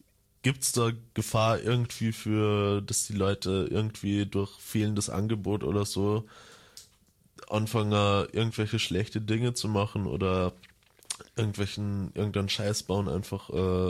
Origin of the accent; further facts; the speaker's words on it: Upper Austria, Austria; Ich komme ja nicht direkt aus Linz, ich komme vom Land.